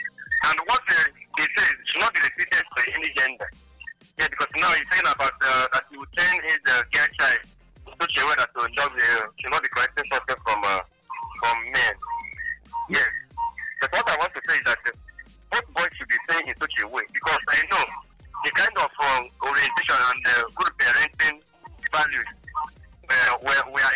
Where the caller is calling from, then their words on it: Nigeria; I'm calling from Orin. It's a local government.